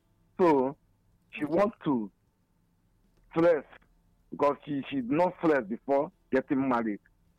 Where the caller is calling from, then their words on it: Kenya; I'm calling from Kenya.